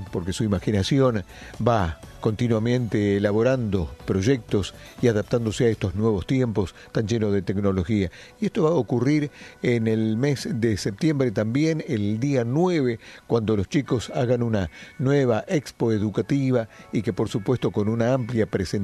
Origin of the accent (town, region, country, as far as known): Argentina